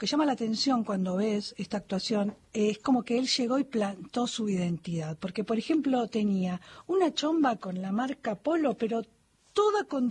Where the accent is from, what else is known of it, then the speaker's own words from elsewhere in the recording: Argentina; estoy, soy argentino, ¿no?